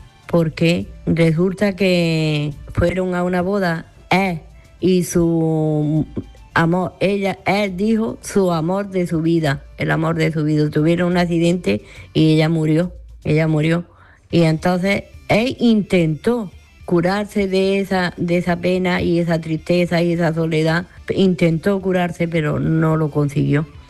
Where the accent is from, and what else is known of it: Granada, Andalusia, Spain